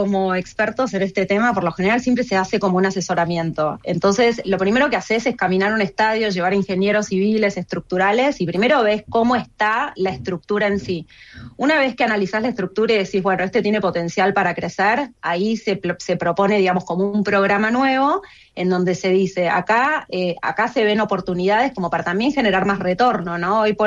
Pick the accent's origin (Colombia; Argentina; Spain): Argentina; la verdad es que siendo argentina y sabiendo que nuestra compañía está detrás de lo que es la, digamos, como la renovación